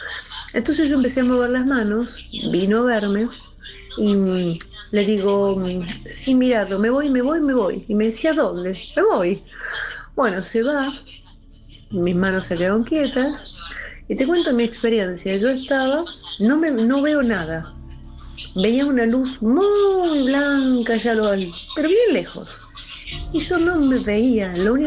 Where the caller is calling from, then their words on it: Buenos Aires, Argentina; soy de Palermo.